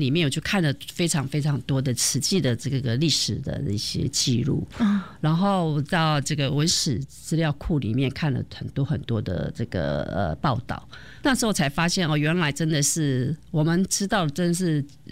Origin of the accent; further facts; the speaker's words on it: Hualien, Hualien County, Taiwan; 我是花莲人